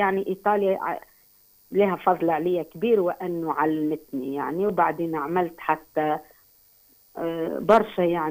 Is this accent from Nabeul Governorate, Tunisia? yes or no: yes; Takelsa, Nabeul Governorate, Tunisia; moved away as an adult; also born or lived in Grombalia; now in Italy; باك آداب في تونس، يعني في ليسي جرومباليا يعني ولاية نابل. أنا ريفية الأصل، يعني مولودة في تكلسة ولاية نابل، من جذور بابا كان من ولاية المهدية